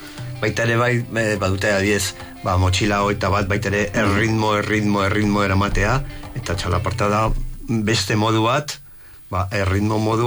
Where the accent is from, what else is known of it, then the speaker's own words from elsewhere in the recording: Pamplona, Navarre, Spain; Iruñeko jende haunitzek garela